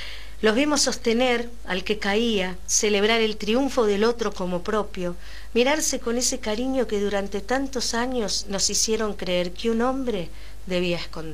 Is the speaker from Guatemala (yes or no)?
no; Argentina; cómo somos los argentinos